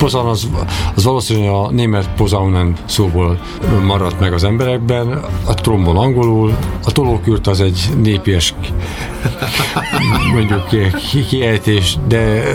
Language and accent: Hungarian; Hungary; Magyarországon magyarok vagyunk